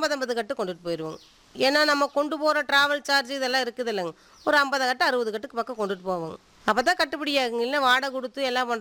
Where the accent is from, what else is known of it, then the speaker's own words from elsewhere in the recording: Malaipalayam, Tamil Nadu, India; நாங்கள் பிறந்தது இதே மலைப்பழையுமே தானுங்க. படித்தது பார்த்துட்டிங்கன்னா செஞ்சேரி மலை ஸ்கூலில். நாங்கள் கல்யாணம் பண்ணது இதே ஊரில் தான், மலைப்பழத்துலேயே தான். நாங்கள் இதே ஊரில் தான் இருக்கேங்க. கல்யாணமாகி கிட்டத்தட்ட 21 வருஷம் ஆச்சுங்க.